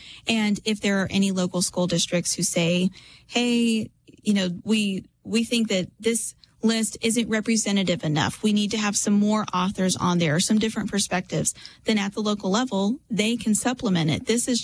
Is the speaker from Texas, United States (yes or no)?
yes; Texas, United States; my home state, Texas, had gone viral for